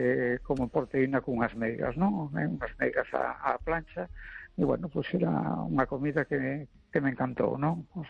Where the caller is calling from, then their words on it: A Coruña, Galicia, Spain; Soy … de Esta Coruña.